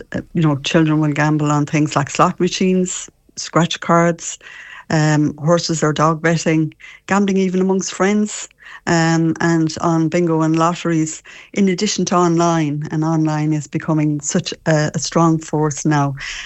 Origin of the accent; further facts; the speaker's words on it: Connacht, Ireland; I'm from just outside Turin, a little village called Shamwala. So it's such a pleasure to be on this morning.